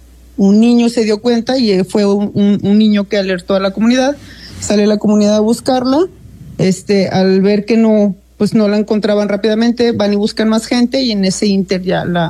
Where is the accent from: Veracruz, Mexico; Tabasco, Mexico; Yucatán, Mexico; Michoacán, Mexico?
Tabasco, Mexico; como es muy común en las regiones de acá o en la zona de donde somos, de Tabasco